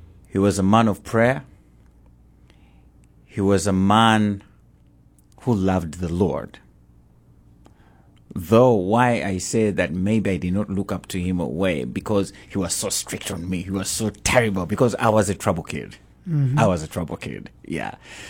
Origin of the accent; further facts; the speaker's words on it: Kampala, Central Region, Uganda; now in Massachusetts, United States; I grew up in Kampala, Uganda, in a suburb called Gaba. That's where I come from. It's a village, but now it's a town. It's a beautiful city.